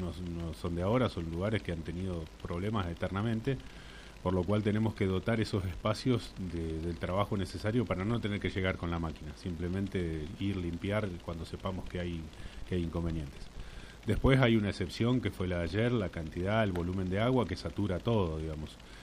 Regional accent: Junín de los Andes, Neuquén, Argentina; los que somos de Junín

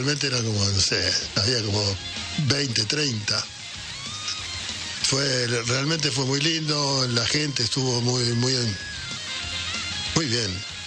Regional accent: Quilmes, Buenos Aires Province, Argentina; Lo que pasa es que fuimos una banda importante que salió de Quilmes e hicimos cosas maravillosas

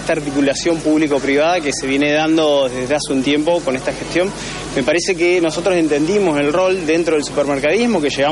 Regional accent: Santa Fe, Argentina; la responsabilidad que tenemos como empresarios santafesinos

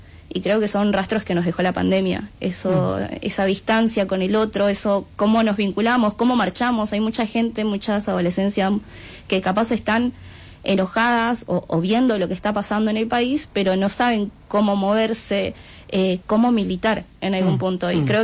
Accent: Bolivia; now in Buenos Aires, Argentina; Bueno, yo vivo en la Villa 31, siendo migrante, siendo boliviana.

